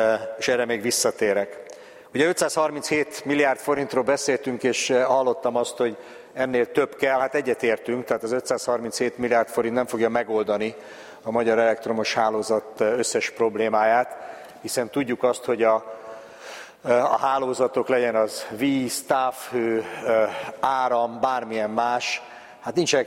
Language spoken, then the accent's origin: Hungarian; Hungary